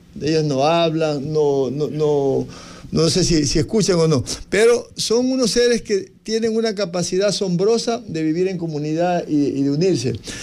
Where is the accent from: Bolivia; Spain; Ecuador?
Ecuador; Aquí en el Ecuador estamos, como decimos vulgarmente, en pañales